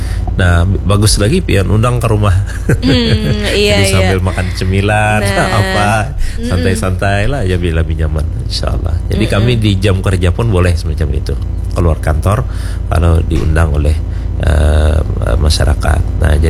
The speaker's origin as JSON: {"language": "Indonesian", "area": "Banjar", "region": "South Kalimantan", "country": "Indonesia", "said": "Kita orang Banjar mulai zaman dulu ada."}